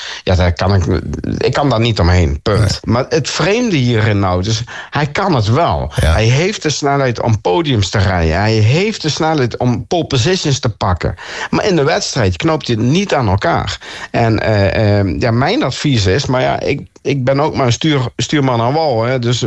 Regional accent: Netherlands; we doen het nog steeds gewoon heel goed als Nederlanders zijnde.

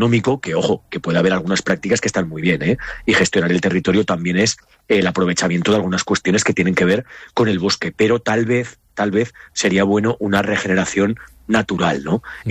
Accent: Aragon, Spain; Yo vengo de Aragón

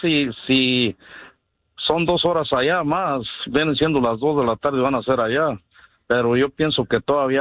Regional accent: La Piedad, Michoacán, Mexico; now in Los Angeles, United States; De La Piedad, Michoacán, de un rancho que se llama El Fuerte.

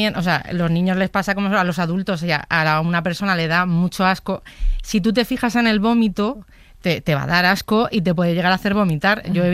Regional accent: Madrid, Community of Madrid, Spain; soy de Madrid.

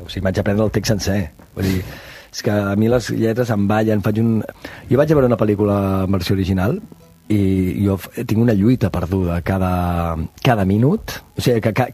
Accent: Verges, Catalonia, Spain; Jo vaig viure a Verges, vaig créixer a Verges. La meva família de l'Empordà és de Verges, som fills de Verges, de tota la vida.

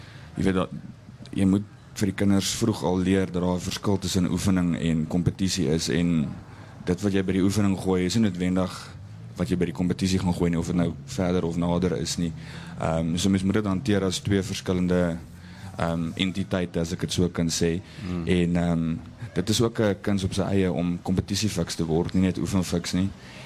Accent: Klerksdorp, North West, South Africa; also born or lived in Pretoria; ek is eindelijk gebore in Pretoria, maar ek is al baie langer in Klerksdorp as ek in Pretoria is. So ek sal myself 'n Klerksdorper definitief noem.

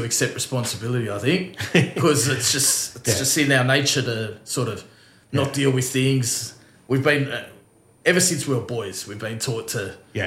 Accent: Sylvania, New South Wales, Australia; Sylvania.

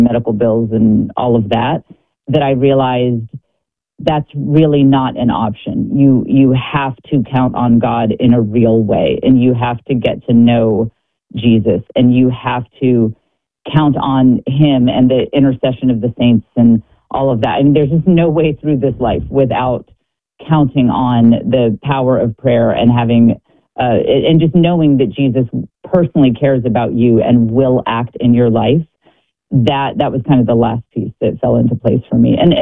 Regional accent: Austin, Texas, United States; I mean, I'm from Austin, Texas. I don't have any connection with Green Bay

